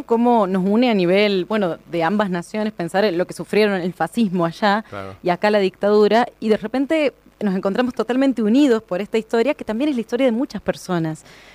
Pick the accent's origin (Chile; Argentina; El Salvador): Argentina